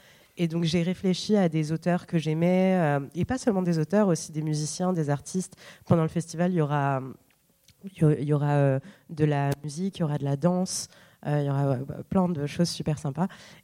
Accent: Casablanca, Casablanca-Settat, Morocco; moved away as an adult; now in Paris, France; Moi, j'ai grandi au Maroc, à Casablanca, jusqu'à mes 17 ans, jusqu'au bac, en fait. Et je me suis installée en France après le bac et je suis jamais retournée au Maroc. Je suis restée en France.

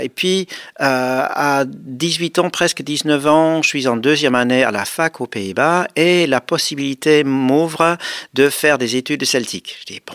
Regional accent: Netherlands; French is a second language; now in France; Je suis originaire des Pays-Bas et depuis tout petit, je m'intéresse au monde autour de moi

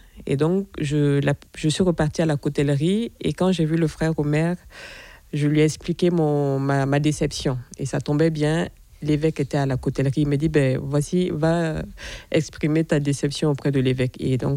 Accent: Burkina Faso; now in Mayenne, France; Je suis burkinabé, voilà, je suis native du Burkina.

